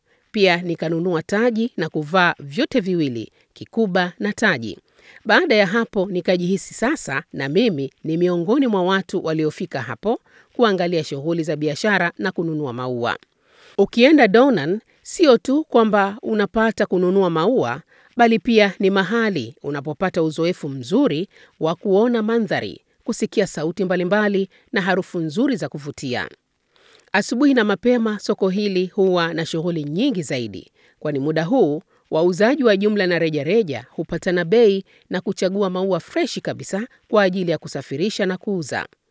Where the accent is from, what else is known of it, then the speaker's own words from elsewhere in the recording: Zanzibar, Tanzania; nikumbuke nyumbani kwetu Zanzibar, visiwa vya karafuu.